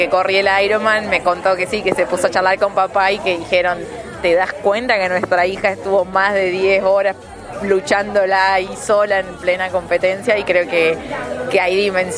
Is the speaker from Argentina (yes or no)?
yes; Levalle, Córdoba, Argentina; now in Río Cuarto, Argentina; Sí, en realidad en Río Cuarto hace más de 14 años que estoy. Pero bueno, siempre nunca sentí que me fui de Levalle